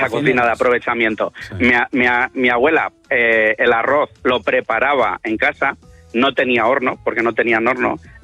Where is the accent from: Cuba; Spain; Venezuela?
Spain; Valencia, Valencian Community; A ver, David, Jorge, soy de Valencia.